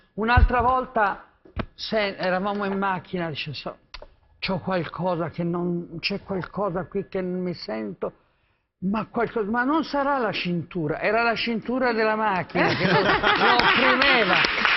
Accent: Tuscany, Italy; Si sente che sono toscana?

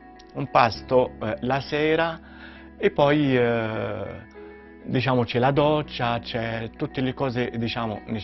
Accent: Tunisia; now in Italy; sono della Tunisia. Sono in Italia da quasi 30 anni.

